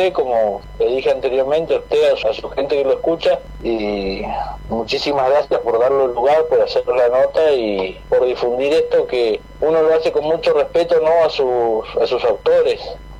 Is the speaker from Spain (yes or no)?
no; San Martín de los Andes, Neuquén, Argentina; Sí, soy nacido y criado, sería.